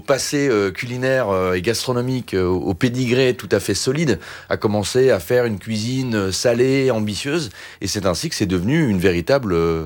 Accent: Japan; French is a second language; je cherchais à retrouver un cookie de mon enfance au Japon.

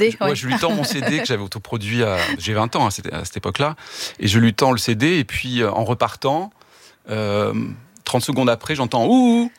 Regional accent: Bordeaux, Nouvelle-Aquitaine, France; moved away as an adult; je venais d'une famille de Bordeaux où il y avait personne dans la musique.

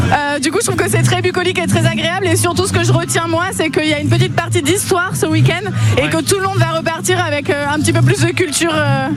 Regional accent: Soulac-sur-Mer, Nouvelle-Aquitaine, France; On est originaire de Soulac, on est éleveur.

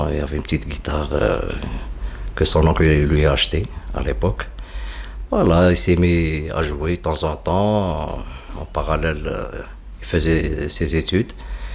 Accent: Tlemcen, Tlemcen Province, Algeria; bien sûr. Voilà. Marhaba bik. Là, actuellement, on est à Tlemcen, ma ville natale, celle de mon père et des grands-pères. Tlemcen, voilà, c'est la frontière du Maroc.

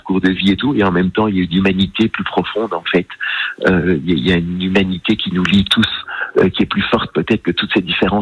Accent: Belgium; Je viens de Belgique, il vient de Marseille.

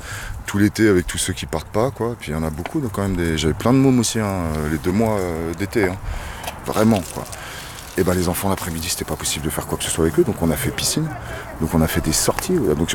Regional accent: Bondy, Île-de-France, France; also born or lived in Livry-Gargan / Pavillons-sous-Bois; Je suis né à Livry-Gargan, j'ai grandi à Bondy et pas bien sous bois. C'est pas loin d'ici.

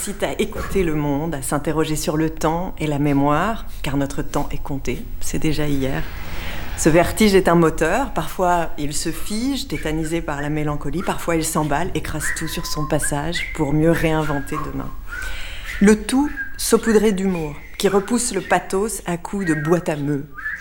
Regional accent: Pisa, Tuscany, Italy; French is a second language; parce que je suis italien, parce que l'opéra est né là aussi, et du coup je suis théâtre, c'est comme une sorte d'identité. Être de Pise, c'est une identité.

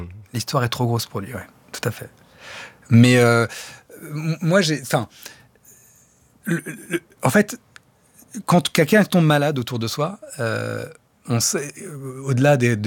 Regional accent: Lebanon; Moi, je suis grec du Liban et les rares fois où j'ai été au Liban, je vais beaucoup plus en Grèce.

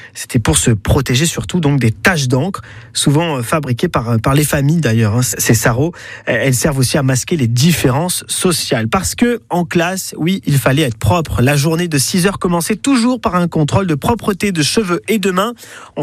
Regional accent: Provence-Alpes-Côte d'Azur, France; Chez nous en Vaucluse, mais aussi partout en France, dans les champs, ben, on avait besoin des enfants

